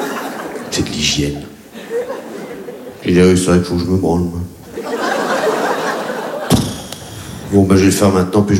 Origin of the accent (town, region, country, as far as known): Réunion, France; born or raised there